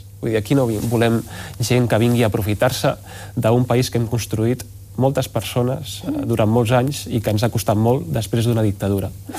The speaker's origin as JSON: {"language": "Catalan", "town": "Badalona", "region": "Catalonia", "country": "Spain", "said": "Nosaltres hem tingut, i vostè sap que jo sóc de Badalona"}